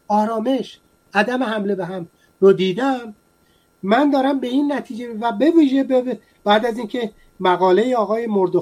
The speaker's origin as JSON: {"language": "Persian", "country": "Iran"}